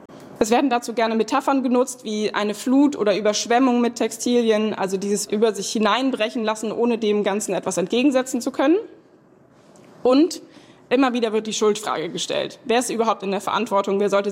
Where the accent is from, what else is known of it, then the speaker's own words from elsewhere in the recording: Germany; Ich war natürlich trotzdem als Deutsche und als Europäerin vor Ort